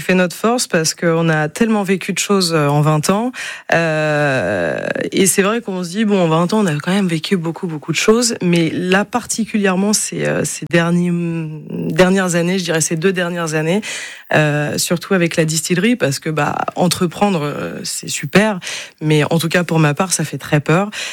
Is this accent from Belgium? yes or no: no; Franqueville-Saint-Pierre, Normandy, France; Alors moi, je suis née à Franqueville-Saint-Pierre.